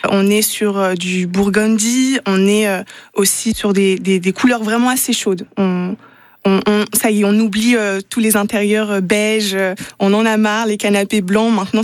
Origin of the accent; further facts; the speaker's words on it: Mont-Saint-Aignan, Normandy, France; born there; Oui, je suis née à Mont-Saint-Aignan.